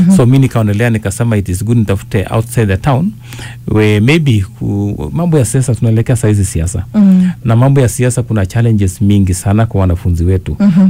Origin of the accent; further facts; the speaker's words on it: Uasin Gishu County, Kenya; born there; now in Lesos, Kenya; Mimi nimezaliwa upande wa Uasin Gishu. Ninaishi pia Nandi. That is Lesos. Lakini kikazi niko Nakuru.